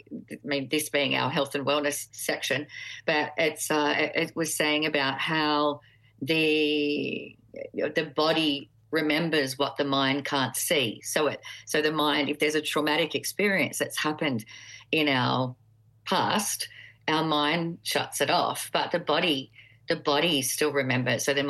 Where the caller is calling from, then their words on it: Sydney, New South Wales, Australia; I'm Zooming in from Sydney